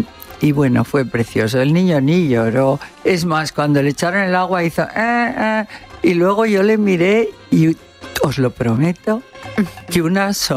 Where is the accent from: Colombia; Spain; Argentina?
Spain; soy española a muerte